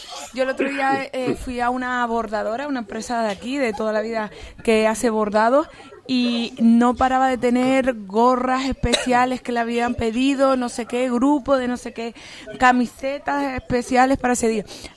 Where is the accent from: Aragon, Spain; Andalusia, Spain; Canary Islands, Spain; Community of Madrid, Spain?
Canary Islands, Spain; Yo soy la canaria que va a estar fuera de Canarias.